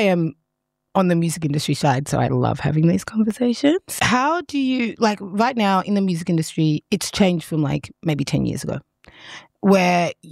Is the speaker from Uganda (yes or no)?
yes; Uganda; moved away; I'm from Uganda